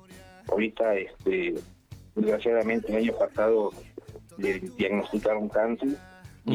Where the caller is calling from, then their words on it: Nicolás Romero, State of Mexico, Mexico; Del Estado de México, del municipio de Nicolás Romero.